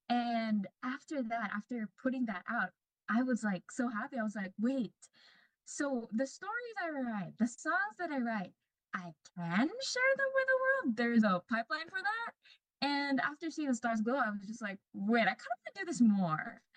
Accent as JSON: {"language": "English", "town": "Ormoc", "region": "Eastern Visayas", "country": "Philippines", "tie": "born or raised there", "moved": "yes", "lives_now": "Quezon City, Philippines", "said": "shout out to my home city, Ormoc City."}